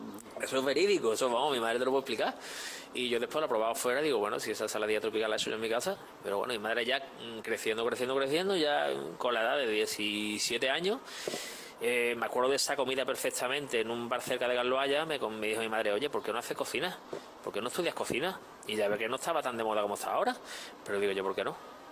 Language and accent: Spanish; Málaga, Andalusia, Spain; en Málaga, yo soy malagueño